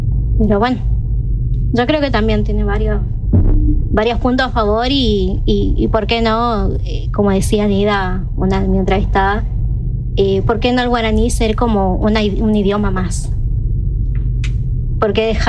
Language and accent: Spanish; Corrientes, Argentina; No vengo del interior, soy de acá, de Corrientes, pero nunca lo hablé el guaraní